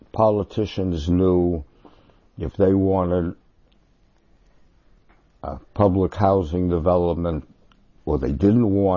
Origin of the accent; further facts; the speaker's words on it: New York, United States; Oh, I grew up on Central Park West, on 94th Street. Then I went to Princeton.